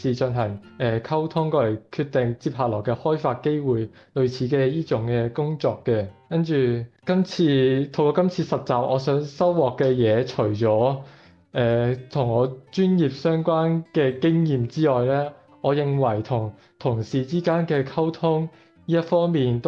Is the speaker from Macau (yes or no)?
yes; Macau; now in Wuhan, China; 我来自澳门，而家喺武汉大学就读嘅